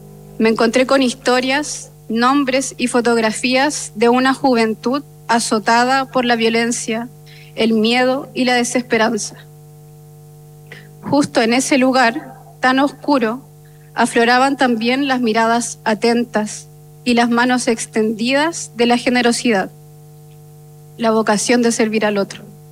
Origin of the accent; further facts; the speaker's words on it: Talca, Maule, Chile; born there; nací en Talca en 1993